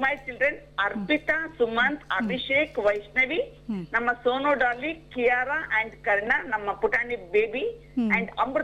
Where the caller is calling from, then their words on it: Chitradurga, Karnataka, India; ಚಿತ್ರದುರ್ಗದಿಂದ.